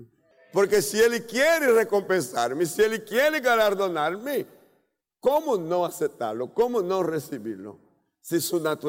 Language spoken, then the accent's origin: Spanish; Brazil; moved away as an adult; also born or lived in Cúcuta, Colombia; En el año 78, 3 años lejos de mi casa, de mi lugar, que era Brasil, sentí ganas de comer la comida de mi pueblo. Allí hay frutos del mar abundantes. Yo fui criado con esto.